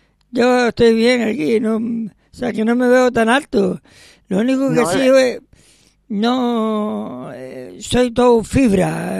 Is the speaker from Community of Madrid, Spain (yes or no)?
yes; Madrid, Community of Madrid, Spain; Mi niño, yo soy de Madrid, no es tampoco ninguna gran cosa, ¿no?